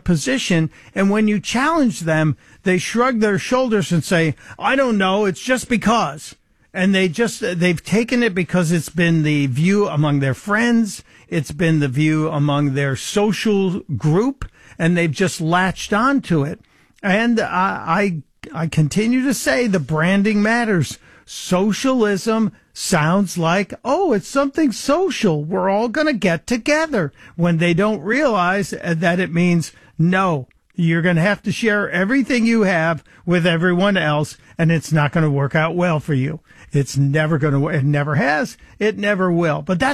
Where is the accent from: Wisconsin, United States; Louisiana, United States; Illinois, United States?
Illinois, United States; Chicago; As a kid growing up in Chicago